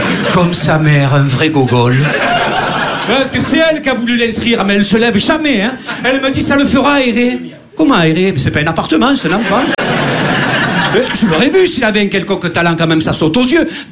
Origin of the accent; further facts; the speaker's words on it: Marseille, Provence-Alpes-Côte d'Azur, France; Bon alors moi je viens de Marseille, mais vous inquiétez pas, je ferai pas de clichés.